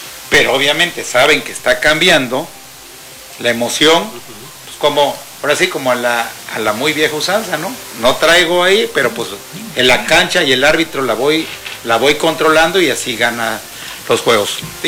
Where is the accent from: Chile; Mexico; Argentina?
Mexico